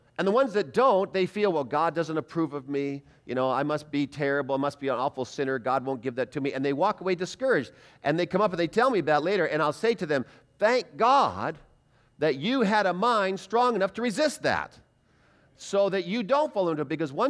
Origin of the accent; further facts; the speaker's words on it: British Columbia, Canada; I grew up outside of Vancouver, British Columbia